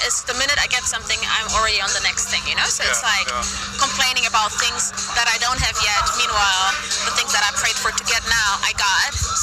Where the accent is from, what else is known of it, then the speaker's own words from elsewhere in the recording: Germany; my parents are from Ethiopia, and I grew up quite poor in Germany